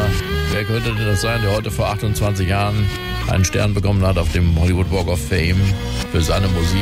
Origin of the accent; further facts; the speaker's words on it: Rhineland-Palatinate, Germany; Vor allen Dingen eben, weil eben in der Kirche so eine schöne Orgel mit so Orgelpfeifen stand bei uns im Westerwald.